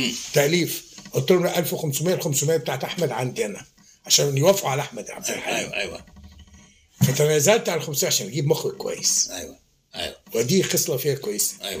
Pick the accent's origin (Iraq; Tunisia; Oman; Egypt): Egypt; لان احنا عندنا في مصر 16,000 موقع في المحافظات لمسرح الطفل.